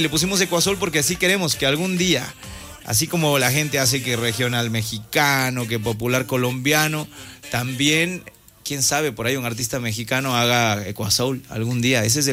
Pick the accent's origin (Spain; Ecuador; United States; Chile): Ecuador